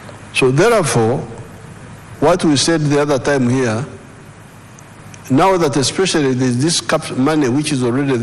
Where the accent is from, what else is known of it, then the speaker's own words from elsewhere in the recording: Ntungamo, Western Region, Uganda; And I can describe, because I'm from Ntungamo. Ntungamo, all of us were in the Okore Chidachonga.